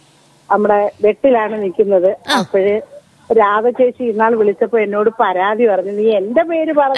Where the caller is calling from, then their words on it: Panayam, Kerala, India; ഞാൻ അമ്മ കാറ്ററിംഗ് കമ്പനിയിൽ നിന്ന് വിളിക്കുകയാണ്. പനയം.